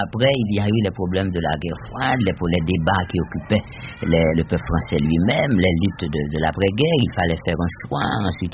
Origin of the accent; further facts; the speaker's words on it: Haiti; Et en Haïti, oui, mais tant bien que mal, dans la mesure où on trouvait les livres, parce que dans ma ville natale, par exemple, il n'y avait pas de bibliothèque.